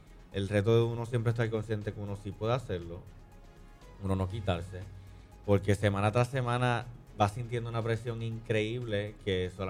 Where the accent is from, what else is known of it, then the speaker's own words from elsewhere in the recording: Fajardo, Puerto Rico; Pues mira, yo nunca olvido de dónde vengo. Soy producto de Fajardo, soy producto de una escuela vocacional.